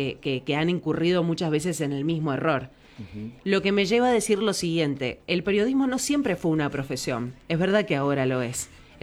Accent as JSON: {"language": "Spanish", "region": "Mendoza", "country": "Argentina", "said": "¿Somos aburridos los mendocinos para vestirnos?"}